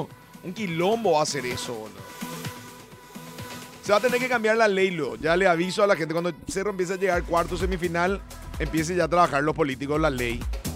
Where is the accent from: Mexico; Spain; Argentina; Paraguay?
Paraguay; por supuesto que también soy paraguayo, y aparte de ser paraguayo